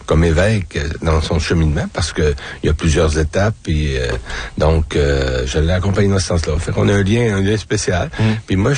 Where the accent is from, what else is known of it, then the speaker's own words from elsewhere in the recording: Saint-Thomas-Didier, France; J'étais ordonné dans mon village natal, Saint-Thomas-Didier.